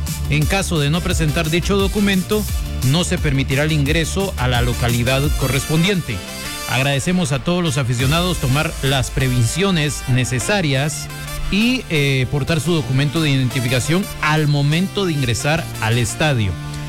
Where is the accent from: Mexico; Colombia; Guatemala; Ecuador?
Guatemala; lo decimos como guatemalteco